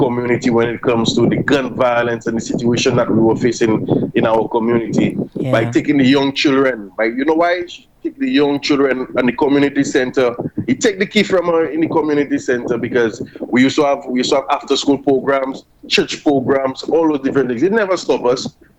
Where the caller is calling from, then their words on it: Castries, St. Lucia; I am from Central Castries